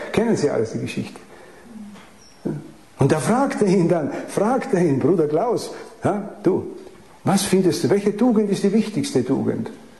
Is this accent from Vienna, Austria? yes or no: no; Styria, Austria; also als Steirer, wissen Sie, das ist ja unglaublich.